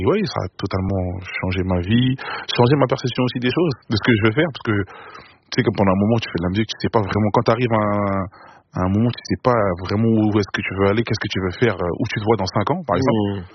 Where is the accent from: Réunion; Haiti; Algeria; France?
Haiti; j'ai un petit code qui fait que je suis haïtien